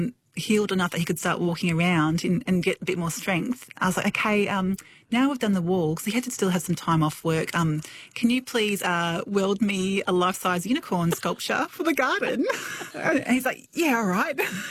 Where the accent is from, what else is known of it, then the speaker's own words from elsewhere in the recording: Brisbane, Queensland, Australia; I grew up in Brisbane, and when I go back there, I was like, oh, I just feels like, you know, it's home is in your bones.